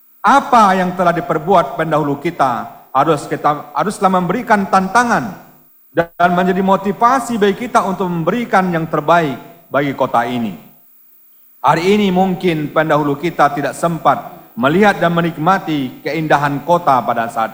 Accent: West Sumatra, Indonesia; kita Minang

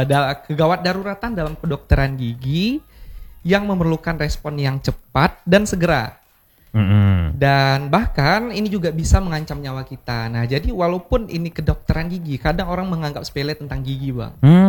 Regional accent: Surakarta, Central Java, Indonesia; now in Padang, Indonesia; Dan saya asal dari Solo bang.

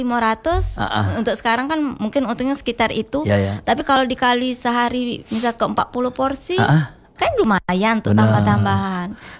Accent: Palembang, South Sumatra, Indonesia; born there; Memang Jawa tapi lahir di Palembang.

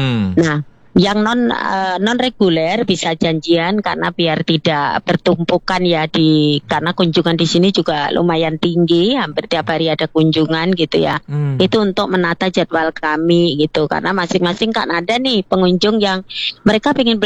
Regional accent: Sleman, Special Region of Yogyakarta, Indonesia; born there; bahwa kami lahir di Sleman ini, di daerah yang catchment tangkapan airnya itu masih bagus.

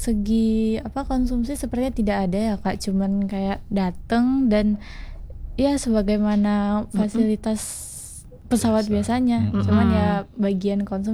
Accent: Sumatra, Indonesia; moved away; Kalau direstui ya pulang Kak ke Sumatera.

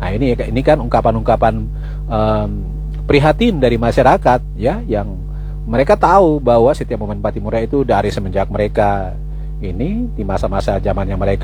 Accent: Maluku, Indonesia; merasa bangga sebagai orang Maluku

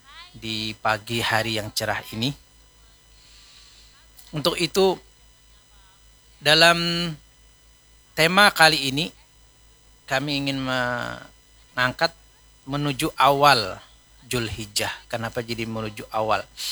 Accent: Banjar, South Kalimantan, Indonesia

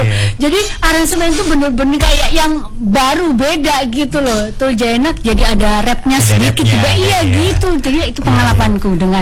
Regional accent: Java, Indonesia; Nah, karena aku orang Jawa, jadi aku kebagian lagunya

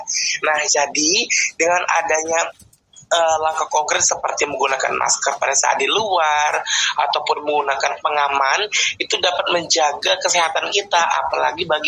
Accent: Palembang, South Sumatra, Indonesia; saya dari Jakabaring.

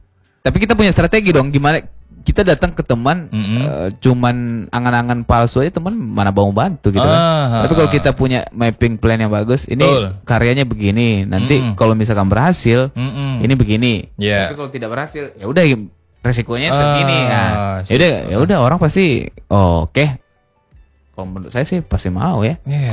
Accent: Lipat Kain, Riau, Indonesia; saya berasal dari Kampar, Lipat Kain.

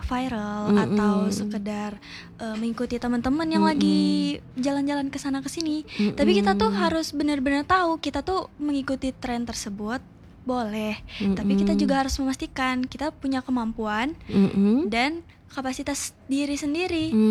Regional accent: Palembang, South Sumatra, Indonesia; moved away; Orang Palembang.

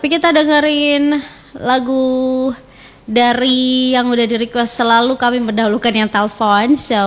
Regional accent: East Nusa Tenggara, Indonesia; aja biar kita orang Rote, jadinya Rote gitu ya.

